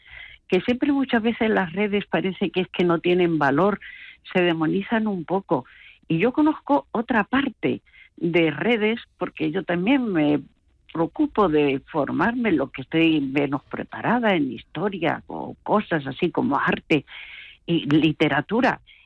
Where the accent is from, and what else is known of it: Andalusia, Spain